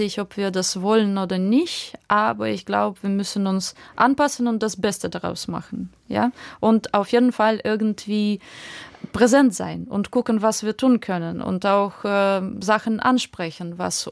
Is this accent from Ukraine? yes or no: yes; Ukraine; also ich als Ukrainerin, ja, ich habe meinen Schmerz